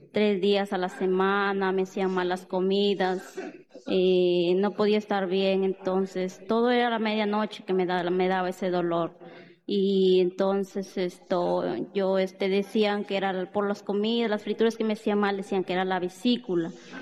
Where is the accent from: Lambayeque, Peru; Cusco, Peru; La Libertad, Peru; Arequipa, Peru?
Lambayeque, Peru; Olmos; Soy de acá de Olmos.